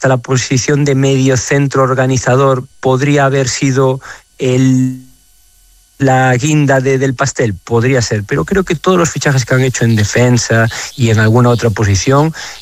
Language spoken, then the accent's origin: Spanish; Galicia, Spain